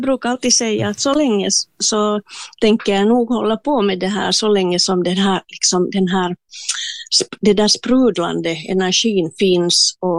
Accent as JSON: {"language": "Swedish", "town": "Espoo", "region": "Uusimaa", "country": "Finland", "tie": "born or raised there", "said": "jag är ju hemma från Esbo Kilo."}